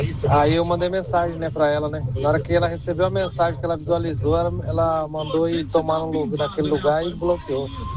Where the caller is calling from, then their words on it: Campo Grande, Mato Grosso do Sul, Brazil; Uma vez eu saí aqui de Campo Grande, cara, no Mato Grosso do Sul.